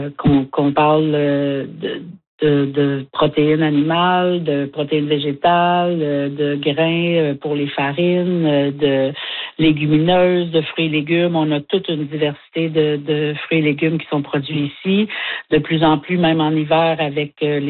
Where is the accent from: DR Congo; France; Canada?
Canada; Quebec; Moi, je viens du Québec.